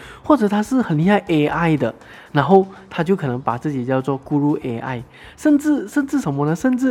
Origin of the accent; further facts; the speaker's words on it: Malaysia; 其实我们马来西亚人啊是很 respect、很尊重老师的。